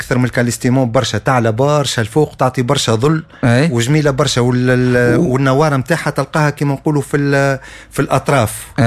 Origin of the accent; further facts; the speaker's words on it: Tunisia; عندنا في تونس